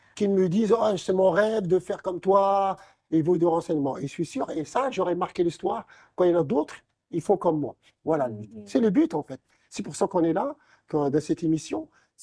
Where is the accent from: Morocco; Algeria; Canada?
Morocco; moved away; also born or lived in France; je suis marocain, ils sont contents. Et ben, je suis content. Après, ça se passe très bien. Et après, en même temps, j'ai vécu longtemps en France.